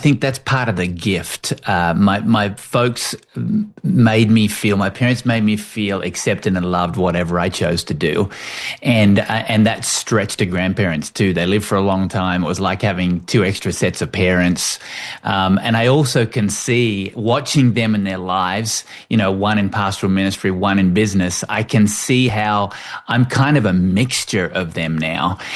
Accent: Hobart, Tasmania, Australia; moved away as an adult; also born or lived in Sydney; And then I moved to Sydney from Hobart, Tasmania, where I was born and raised, and moved into my career.

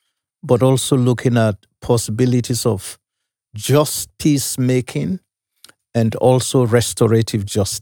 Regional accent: Nigeria

